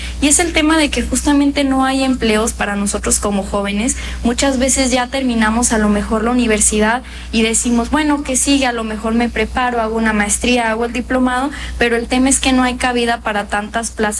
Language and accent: Spanish; Mexico; la felicidad de todos nosotros como mexicanos.